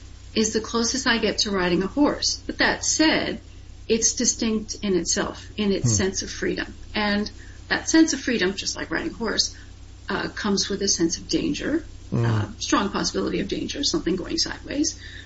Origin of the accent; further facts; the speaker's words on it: Winnipeg, Manitoba, Canada; I was born and raised in Winnipeg, so I know what the wide open prairies are like.